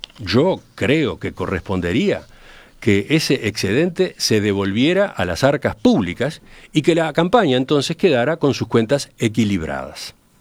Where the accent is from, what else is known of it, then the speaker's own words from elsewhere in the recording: Uruguay; Entonces, se preguntó, yo como ciudadano, como uruguayo, ¿qué estoy subsidiando ahí?